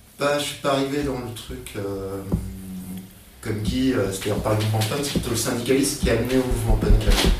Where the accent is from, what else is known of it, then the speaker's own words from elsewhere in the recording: Rennes, Brittany, France; moved away; je viens de Rennes.